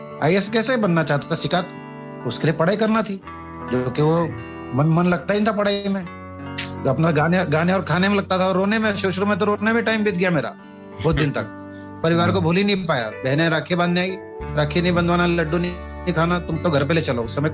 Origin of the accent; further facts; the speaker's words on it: Madhya Pradesh, India; born there; moved away; मुश्किल से मेरा गांव 20 किलोमीटर भी नहीं है